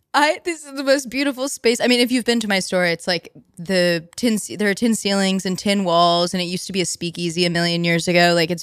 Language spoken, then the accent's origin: English; New York, United States; hey, take a chance on a girl. I'm from New York, you know, like I promise I'm a good person.